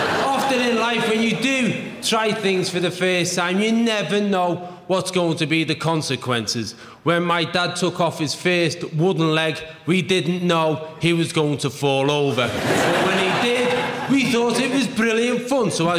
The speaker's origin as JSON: {"language": "English", "town": "Liverpool", "region": "North West England", "country": "United Kingdom", "said": "I'm from Liverpool."}